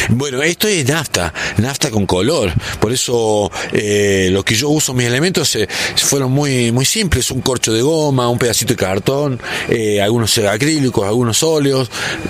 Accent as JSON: {"language": "Spanish", "town": "Río Cuarto", "region": "Córdoba", "country": "Argentina", "tie": "born or raised there", "moved": "yes", "lives_now": "Merlo, Argentina", "said": "Mi pueblo natal, mi querido Río Cuarto."}